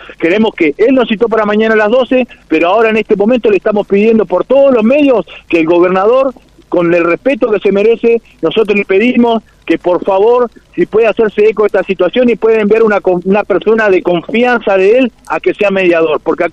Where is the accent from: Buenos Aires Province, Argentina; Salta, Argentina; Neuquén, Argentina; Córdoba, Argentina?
Neuquén, Argentina; Junín de los Andes; Yo soy de acá, soy de Junín de los Andes, no me voy a ir.